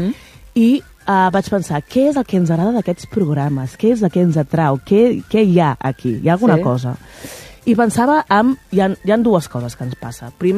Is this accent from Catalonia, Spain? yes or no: yes; Hostalets de Balenyà, Catalonia, Spain; born or raised there